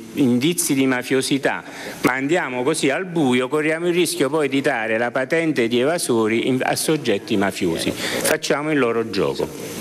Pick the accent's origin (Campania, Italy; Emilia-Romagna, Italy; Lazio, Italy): Campania, Italy; Naples; io sono napoletano, quindi facciamo l'esempio, l'esempio della camorra.